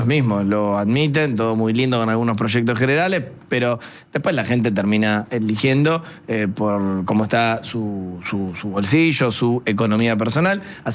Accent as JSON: {"language": "Spanish", "country": "Argentina"}